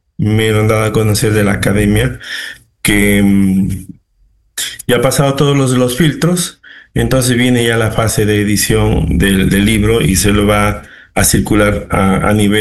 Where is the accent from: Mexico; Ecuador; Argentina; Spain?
Ecuador; me consideran como un representante cultural del Ecuador.